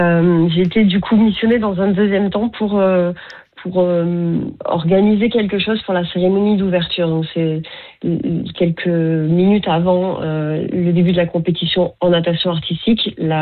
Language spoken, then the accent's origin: French; France; Donc on est chez nous en France.